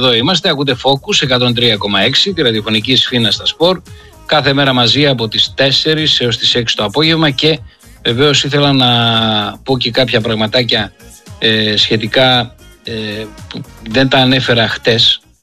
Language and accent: Greek; Greece